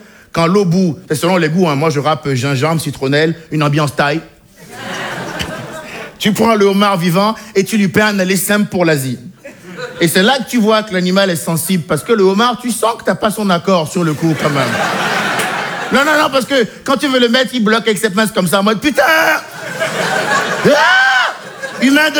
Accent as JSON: {"language": "French", "country": "Benin", "tie": "born or raised there"}